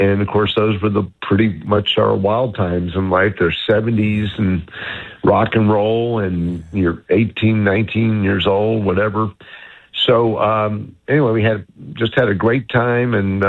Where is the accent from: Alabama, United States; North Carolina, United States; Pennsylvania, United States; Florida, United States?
North Carolina, United States; also born or lived in New Jersey; Well, I was raised in North Carolina, but my junior and senior year of high school was spent in New Jersey.